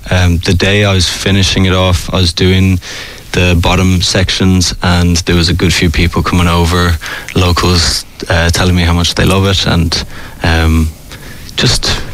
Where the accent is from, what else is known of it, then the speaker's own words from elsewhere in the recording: Arklow, Leinster, Ireland; moved away as an adult; now in Dublin, Ireland; From Arklow.